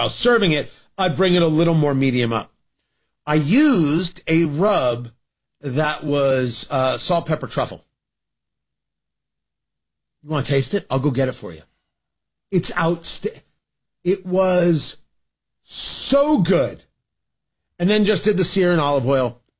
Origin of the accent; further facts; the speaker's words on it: Indiana, United States; we're from Indiana.